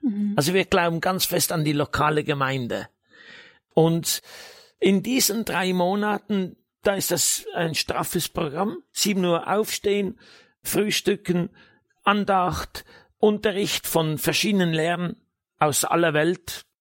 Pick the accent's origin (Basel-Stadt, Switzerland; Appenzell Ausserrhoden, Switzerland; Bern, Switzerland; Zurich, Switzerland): Appenzell Ausserrhoden, Switzerland; moved away; Und jetzt sind wir hier wieder, nach fast 40 Jahren bin ich wieder in meinem Heimatland.